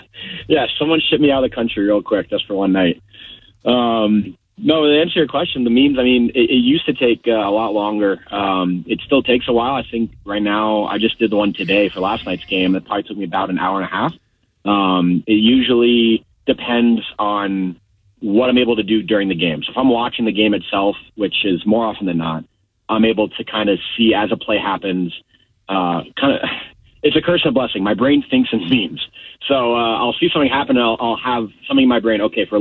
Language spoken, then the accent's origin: English; Tampa, Florida, United States; I'm from Tampa, born and raised Floridian.